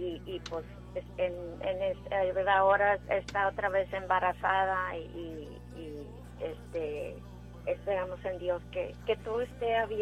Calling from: Edinburg, Texas, United States; De Erinburg

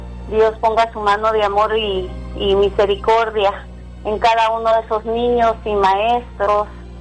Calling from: Reno, Nevada, United States; estoy llamando de Reno, Nevada.

